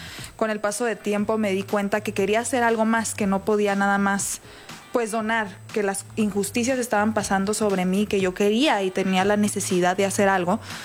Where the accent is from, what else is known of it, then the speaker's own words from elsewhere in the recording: Mexico; Yo creo que tenemos que, es nuestra obligación como mexicanos apoyar al talento mexicano.